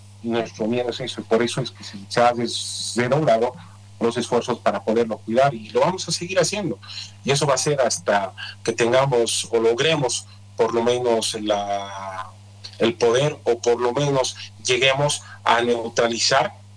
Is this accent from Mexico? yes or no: no; Cochabamba, Bolivia; el agua en Cochabamba, en la ciudad, en la zona sur, por lo menos de donde yo vengo